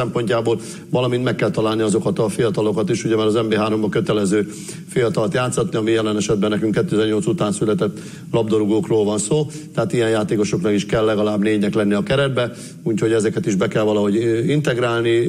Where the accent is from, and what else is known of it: Borsod-Abaúj-Zemplén, Hungary; also born or lived in Hajdú-Bihar; now in Debrecen, Hungary